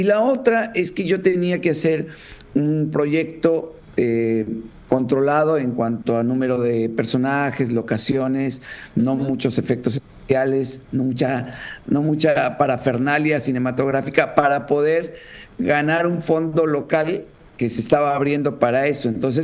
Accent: Mexico; moved away as an adult; now in Salto, Uruguay; Pues sí, soy mexicano, pero vivo hace ya 15 años acá en Uruguay, así que ya soy salteño

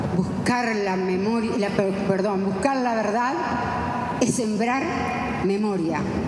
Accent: Uruguay; Somos charrúas, un pueblo que sigue en pie.

